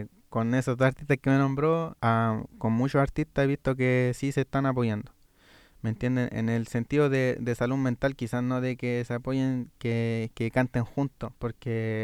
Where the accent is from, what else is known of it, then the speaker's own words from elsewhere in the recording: Chile; Entonces, es fome ver eso si somos todos chilenos.